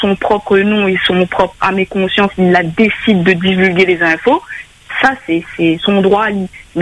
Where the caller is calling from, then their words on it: Réunion; nous, en tant que Réunionnais